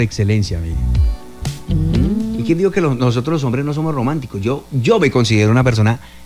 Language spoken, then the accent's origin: Spanish; Tolima, Colombia; nosotros no sabemos el boom de tolimense porque somos del Tolima. Y así como nosotros somos tolimenses y nos sentimos obviamente quindianos